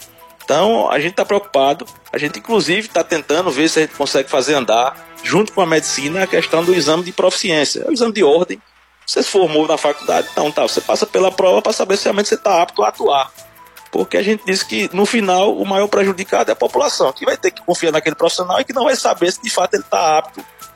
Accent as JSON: {"language": "Portuguese", "town": "Serra Talhada", "region": "Pernambuco", "country": "Brazil", "moved": "yes", "said": "Você tem noção, eu sou de Serra Talhada, na época que eu saí não tinha nenhum, hoje já tem 2."}